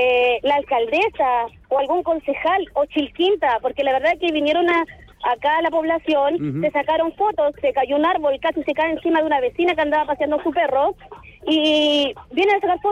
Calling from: Quilpué, Valparaíso, Chile

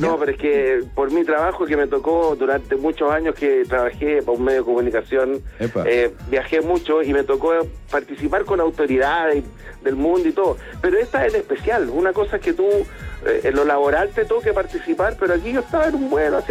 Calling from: Chile; oye, soy de Chile.

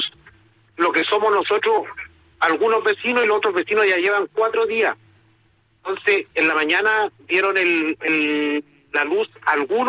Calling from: Coquimbo, Chile; estoy llamando desde Coquimbo.

